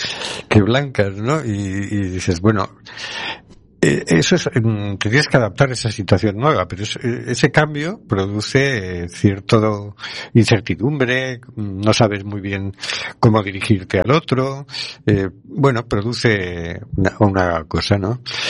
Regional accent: Valencia, Valencian Community, Spain; yo soy de Valencia

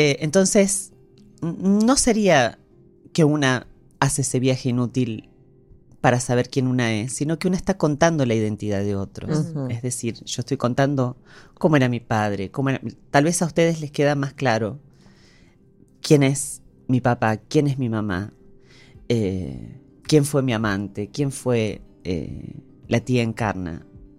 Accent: Argentina

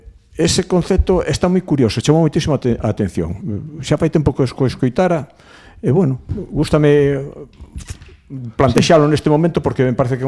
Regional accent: Esmelle, Galicia, Spain; also born or lived in Ferrol; nací en Ferrol, aínda que me criei en Esmelle, vivo en Esmelle tamén.

